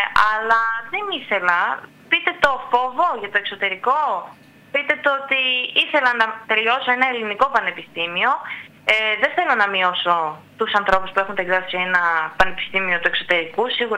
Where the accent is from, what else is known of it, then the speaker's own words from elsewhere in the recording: Fournoi, North Aegean, Greece; ενός παιδιού που ζει στους Φούρνους.